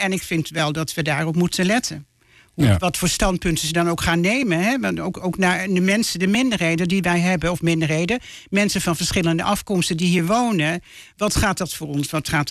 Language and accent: Dutch; Netherlands; ik ben natuurlijk zelf ook geboren en getogen in Nederland. Ik heb een witte moeder en een zwarte vader.